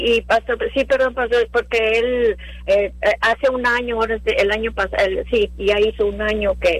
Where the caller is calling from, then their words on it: Edinburg, Texas, United States; de Edinburgh.